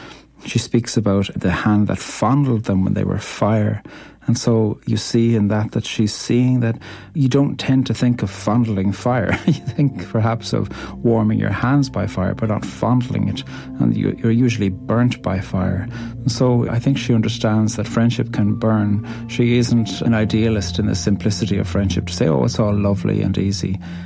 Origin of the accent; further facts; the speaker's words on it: Ireland; I'm an Irish poet